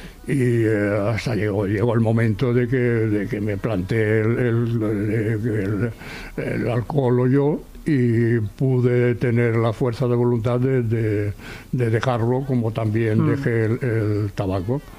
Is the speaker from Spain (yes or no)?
yes; Seville, Andalusia, Spain; now in Barcelona, Spain; cuando vinimos de Sevilla.